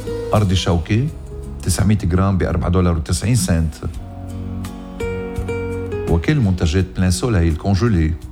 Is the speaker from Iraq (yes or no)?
no; Ghazir, Keserwan-Jbeil, Lebanon; اليوم بضيعتي الحلوة غزير رح يزورنا وزير الزراعة الدكتور نزار هاني. أهلا وسهلا فيك بغزير كسروان